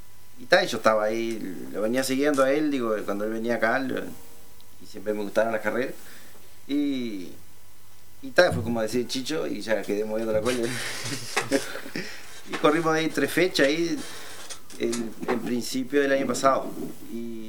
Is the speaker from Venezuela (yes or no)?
no; San José, Uruguay; Yo soy de la zona de Cañada Grande